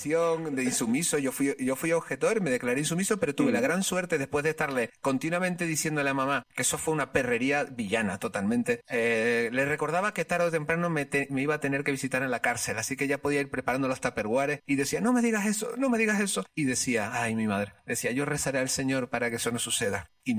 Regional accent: La Palma, Canary Islands, Spain; al menos yo lo que recuerdo mucho en La Palma, desde donde yo soy, eran latinos heavy

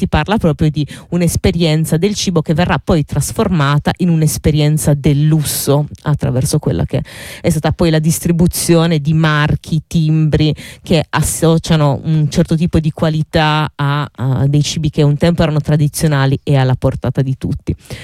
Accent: Sardinia, Italy; pur essendo sarda

